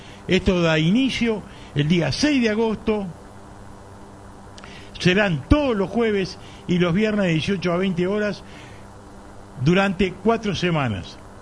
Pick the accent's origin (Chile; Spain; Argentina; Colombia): Argentina